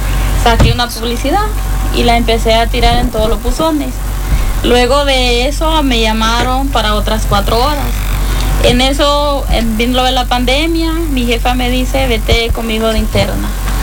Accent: Honduras; moved away as an adult; now in Spain; vengo de Honduras, llegué a España en el 2018, el 6 de mayo del 2018

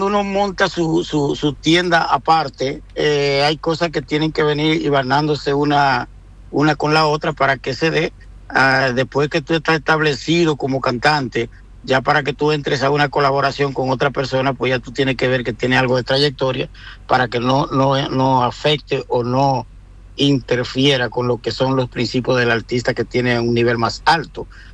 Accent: Azua, Dominican Republic; Sí, nosotros somos asuanos. Él es de una ciudad que se llama, de un pueblo que se llama Las Terreras de Asua. Yo soy de Ansonia.

